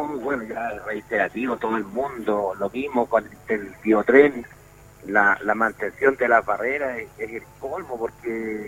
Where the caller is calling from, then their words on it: Coronel, Biobío, Chile; como estamos en Coronel.